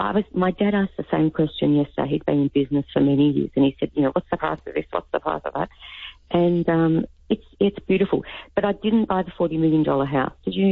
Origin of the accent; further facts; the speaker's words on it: Victoria, Australia; And remember, I'm from Baddie Land. We call Victoria Baddie Land because I've had 9 houses robbed in my street.